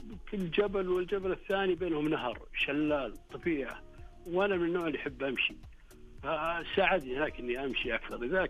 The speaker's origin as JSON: {"language": "Arabic", "town": "Riyadh", "region": "Riyadh Province", "country": "Saudi Arabia", "said": "انا طالع من اجمل مدينة في المنطقة كلها، انا طالع من الرياض يا اخي."}